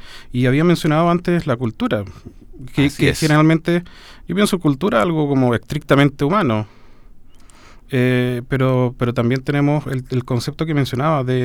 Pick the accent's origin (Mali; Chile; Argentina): Chile; como chileno, la cordillera, para mí, que es algo que viene desde el propio paisaje.